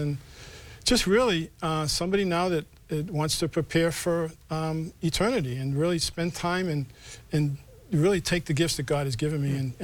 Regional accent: Charlestown, Massachusetts, United States; Yeah, born and raised in Charlestown, you know, in that one square mile.

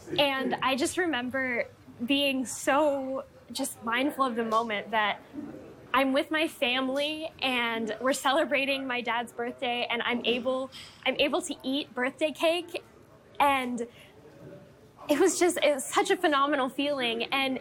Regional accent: San Antonio, Texas, United States; I'm originally actually from San Antonio, Texas.

